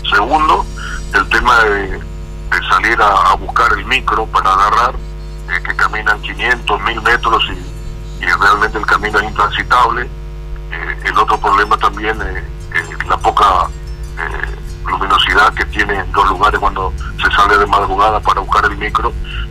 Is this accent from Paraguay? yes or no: yes; Luque, Central, Paraguay; born there; yo nací en Luque, en Cura Romero